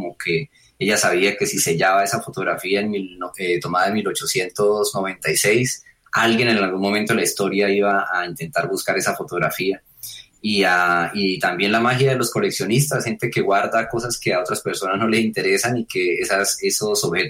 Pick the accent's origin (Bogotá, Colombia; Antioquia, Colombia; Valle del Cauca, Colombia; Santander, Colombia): Santander, Colombia; Málaga; yo nací en Málaga, Santander, en un pueblo metido en las montañas de la cordillera oriental de los Andes, con difícil acceso, un pueblo que no se relaciona con Bucaramanga porque la carretera es una mentira y un caos total